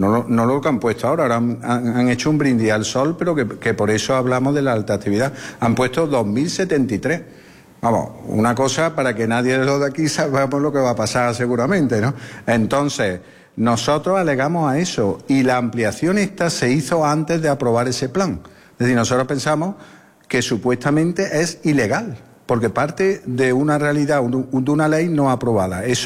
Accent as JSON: {"language": "Spanish", "town": "Hornachuelos", "region": "Andalusia", "country": "Spain", "said": "mi pueblo, en Hornachuelos"}